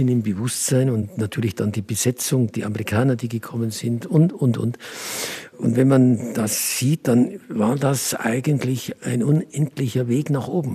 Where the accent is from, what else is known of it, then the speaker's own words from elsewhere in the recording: Oberaudorf, Bavaria, Germany; mein Geburtsort Oberaudorf am Inn, genannt die Perle des Inntals im Landkreis Rosenheim. Dort bin ich eben auf die Welt gekommen. Dort habe ich meine Kindheit verbracht.